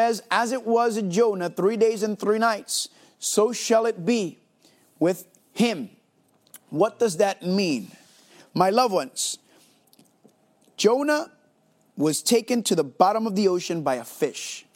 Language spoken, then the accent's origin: English; New York City, New York, United States; born there; moved away; I was born in New York City and lived half of my life there.